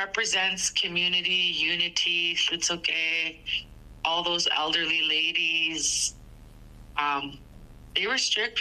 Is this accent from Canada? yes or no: yes; Lutselk'e, Northwest Territories, Canada; moved away; I grew up communally in Lutsoke, and every house that you went to always had beading or sewing on the table. Lutsoke is a very isolated community